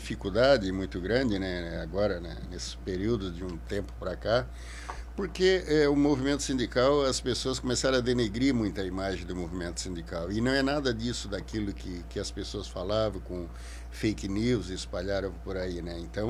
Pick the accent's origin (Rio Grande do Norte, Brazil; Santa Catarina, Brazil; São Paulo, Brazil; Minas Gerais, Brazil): Santa Catarina, Brazil; Turvo; moved away as an adult; also born or lived in Criciúma; Mas o município era de Turvo e Ermo era o distrito, né? Então eu nasci e me criei aqui na terrinha, trabalhando na agricultura, na lavoura